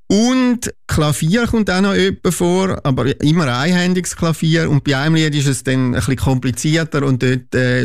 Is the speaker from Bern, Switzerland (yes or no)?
no; Oberstammheim, Zurich, Switzerland; now in Schaffhausen, Switzerland; ich bin Musiker, wohnhaft in Schaffhausen und bin aufgewachsen in Oberstamheim, Zürich-Wieland, wohne aber schon länger jetzt in Schaffhausen